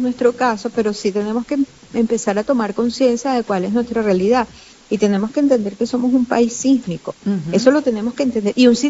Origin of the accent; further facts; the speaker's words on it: Venezuela; yo también vivo en Venezuela